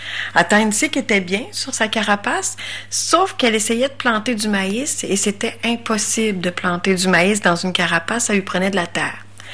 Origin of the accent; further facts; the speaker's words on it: Wendake, Quebec, Canada; je fais partie de la nation Huron Wendat, je suis de Wendake.